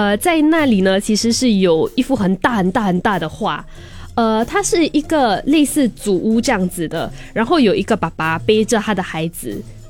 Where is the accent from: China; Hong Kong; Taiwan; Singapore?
Singapore; 因为我们新加坡就是双语教育嘛，